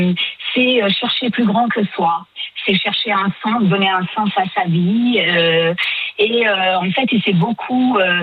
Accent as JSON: {"language": "French", "country": "Algeria", "tie": "born there", "said": "Il se fait que je suis née en Algérie, donc dans une famille de parents athées mais intellectuels et qui nous ont poussés à l'ouverture."}